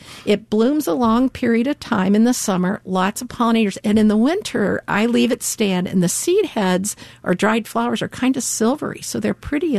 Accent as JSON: {"language": "English", "region": "Ohio", "country": "United States", "tie": "born or raised there", "said": "But I grew up in Ohio and I remember hiking in the woods with my dad in heavy shade and they were all in bloom."}